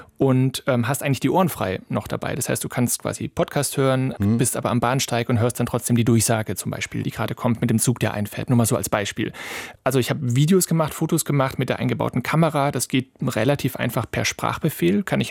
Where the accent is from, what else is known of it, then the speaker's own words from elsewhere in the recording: Cologne, North Rhine-Westphalia, Germany; ich komme ja aus Köln